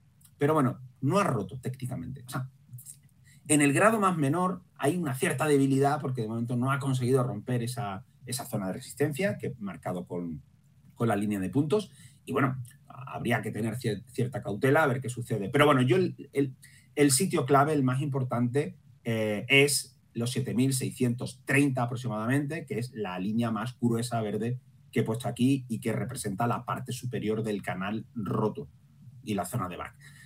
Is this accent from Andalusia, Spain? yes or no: yes; Andalusia, Spain; Sí, como buen andaluz yo suelo hablar mucho y bueno...